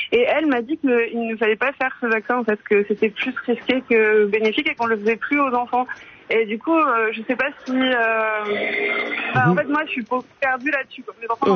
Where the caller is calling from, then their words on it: Toulouse, Occitanie, France; De Toulouse.